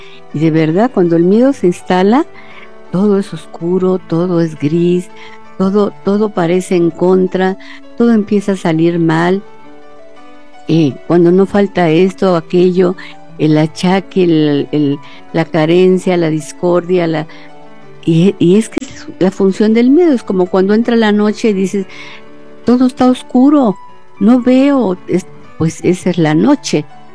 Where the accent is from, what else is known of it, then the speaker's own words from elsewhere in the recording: Mexico; Date cuenta lo que estamos viviendo como mexicanos, como humanidad.